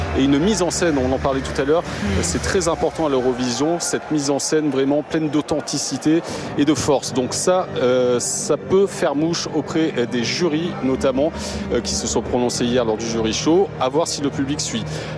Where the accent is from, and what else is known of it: France